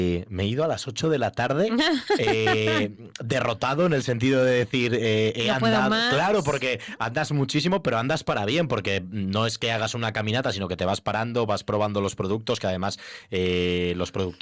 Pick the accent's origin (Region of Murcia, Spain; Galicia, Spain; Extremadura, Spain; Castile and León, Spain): Castile and León, Spain; Valderas; Digo, es que soy de Valderas.